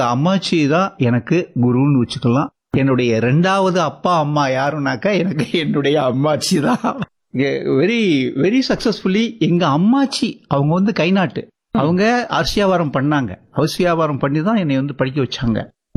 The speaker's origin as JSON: {"language": "Tamil", "town": "Pirandipatti", "region": "Tamil Nadu", "country": "India", "tie": "born or raised there", "said": "என்னுடைய சொந்த ஊர் பிரண்டிப்பட்டி, அதாவது மேலூர் தாலுகாவில் கொடுக்கம்பட்டி கிராமத்தில் உள்கடை கிராமம் எங்கள் ஊர். ஒரு ரிமோட் வில்லேஜ்"}